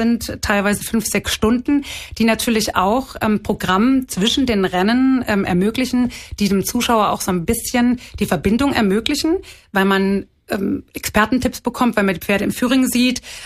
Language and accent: German; Cologne, North Rhine-Westphalia, Germany; born there; moved away; ich bin in Köln geboren. Mein Papa war schon Trainer, Besitzertrainer. Meine Mutter hat im Gestüt gelernt, in einem Vollblutgestüt. Und die haben zusammen in Köln auf der Pferderennbahn gearbeitet. Da wurden wir dann geboren.